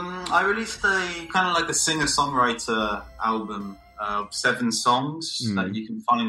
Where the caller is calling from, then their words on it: Zaragoza, Aragon, Spain; I am coming from Zaragoza with 2 Z's.